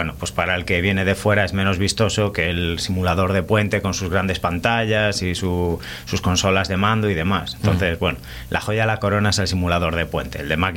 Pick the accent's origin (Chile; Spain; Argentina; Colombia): Spain; Santander, Cantabria; Santanderino.